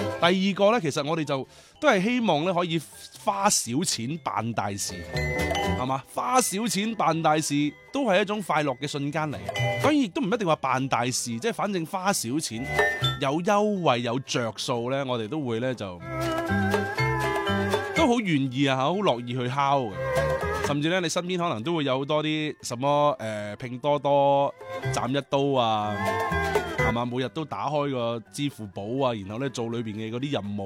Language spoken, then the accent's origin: Cantonese; Guangdong, China; 即系话我哋广东人咧，经常都话咧，呢条数围唔围得过嚟